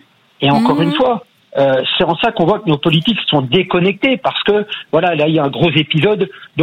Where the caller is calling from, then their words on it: Bourgogne-Franche-Comté, France; Moi, je suis un petit village à côté de Besançon.